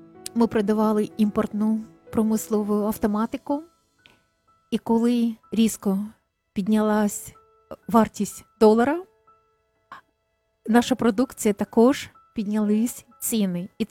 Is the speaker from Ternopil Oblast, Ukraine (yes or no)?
no; Kyiv, Ukraine; хоча я киянка